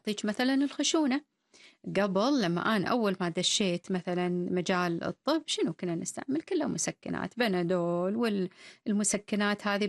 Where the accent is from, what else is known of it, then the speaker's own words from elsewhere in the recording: Kuwait; أنا كويتية وأن أنا أشتغل بالكويت.